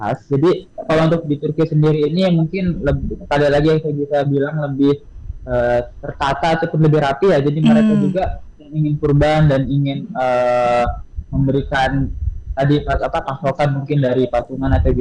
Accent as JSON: {"language": "Indonesian", "country": "Indonesia", "moved": "yes", "lives_now": "Turkey"}